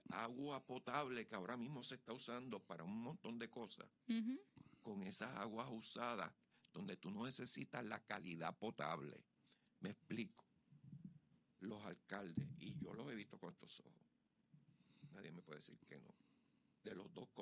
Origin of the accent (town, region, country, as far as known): Puerto Rico